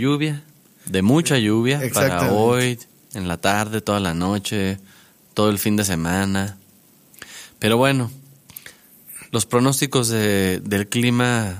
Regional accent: Mexico; nos haya ocurrido como mexicanos, es lo hicimos los mexicanos.

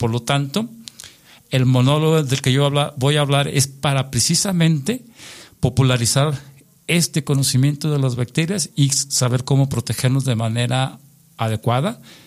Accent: Mexico; los mexicanos somos un poquito dados a aguantar.

